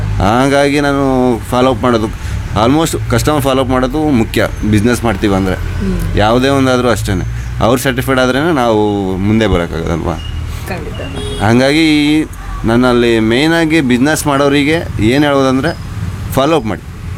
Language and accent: Kannada; Shivamogga, Karnataka, India; Madam, ನಾವು total ಶಿವಮೊಗ್ಗನೇ. Shivamogga ಬಿಟ್ಟು ಎಲ್ಲೂ ಹೋಗೇ ಇಲ್ಲ. ಶಿವಮೊಗ್ಗದಲ್ಲಿ ಇಲ್ಲೇ ಹುಟ್ಟಿದ್ದು ಬೆಳೆದಿದ್ದು